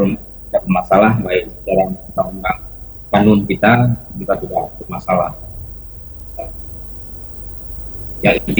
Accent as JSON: {"language": "Indonesian", "region": "Aceh", "country": "Indonesia"}